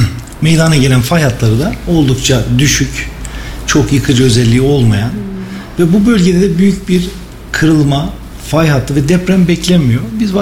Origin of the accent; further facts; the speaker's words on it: Kayseri, Turkey; born there; 1971 Kayseri doğumluyum.